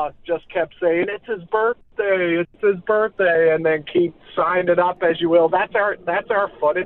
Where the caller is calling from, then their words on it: Harbour Grace, Newfoundland and Labrador, Canada; I'm from Harbor Grace.